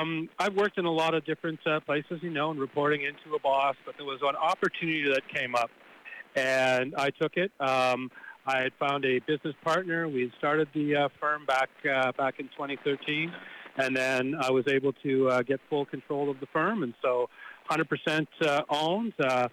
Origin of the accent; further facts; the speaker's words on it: Ontario, Canada; I'm originally from Northern Ontario. I'm Anishinaabe from Northern Ontario